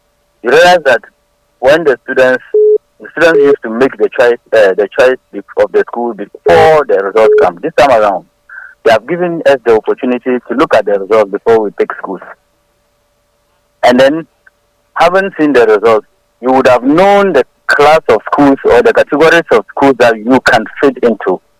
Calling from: Accra, Greater Accra, Ghana; I'm calling from Dansoman.

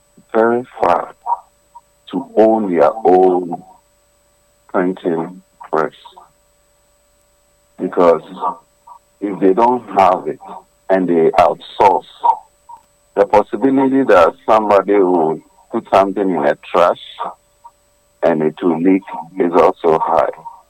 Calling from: Ghana; I'm calling from Ebri.

